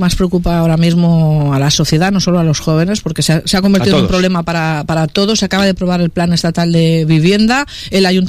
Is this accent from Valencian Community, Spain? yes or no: yes; Elche, Valencian Community, Spain; Yo soy de la Plaza Barcelona.